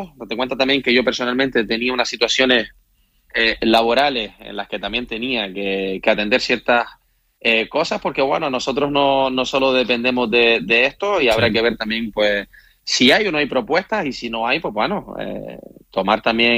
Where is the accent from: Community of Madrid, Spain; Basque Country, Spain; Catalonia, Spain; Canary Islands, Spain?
Canary Islands, Spain; como canario y como habitante de la isla